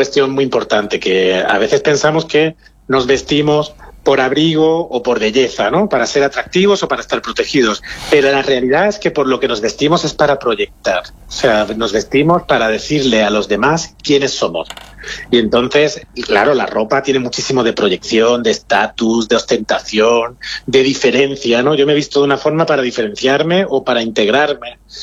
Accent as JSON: {"language": "Spanish", "town": "Cádiz", "region": "Andalusia", "country": "Spain", "moved": "yes", "lives_now": "Granada, Spain", "said": "yo soy de Cádiz."}